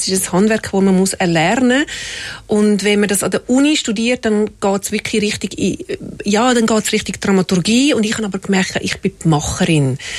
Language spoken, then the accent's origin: German; Horgen, Zurich, Switzerland; Ich bin in Horgen aufgewachsen.